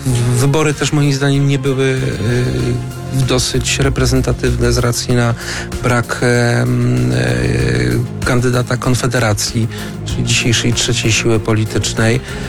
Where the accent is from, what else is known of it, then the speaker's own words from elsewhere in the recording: Kutno, Łódź Voivodeship, Poland; Ja jestem politykiem z Kutna, środek Polski.